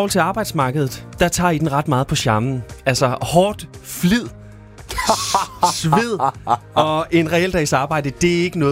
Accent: Kolding, Region of Southern Denmark, Denmark; accent: Jutlandic; moved away as an adult; now in Copenhagen, Denmark; Jeg er fra provinsen. Mm. Jeg kommer fra Kolding. Jeg kommer fra det jyske. Flyttet hertil for over et par håndfuld år siden. Det er været en 10-11-12 år siden, jeg flyttede hertil. Så jeg er tilflytter til København, men kommer fra provinsen.

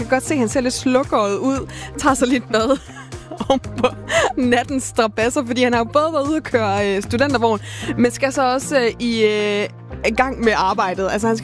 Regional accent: Central Denmark Region, Denmark; accent: West Jutlandic; Det ser vi i hvert fald i Vestjylland, hvor jeg er fra.

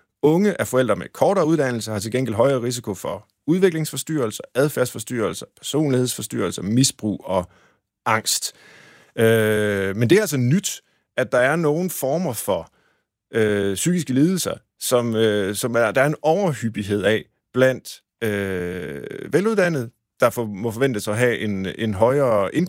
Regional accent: Tjøring, Central Denmark Region, Denmark; for jeg er vokset op ved Gøstrup, altså i Tjøring, men det ligger lige ved siden af, og vi legede på engen, som førte os ned til Gøstrup.

